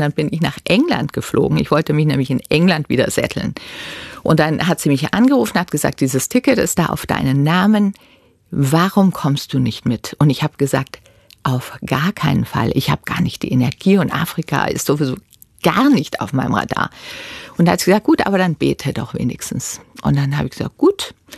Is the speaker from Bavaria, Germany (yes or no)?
yes; Bavaria, Germany; Ich meine, hier ist dieser Schwarze in Nigeria und ich bin in Bayern aufgewachsen und wir haben ähnliche Gedanken gehabt.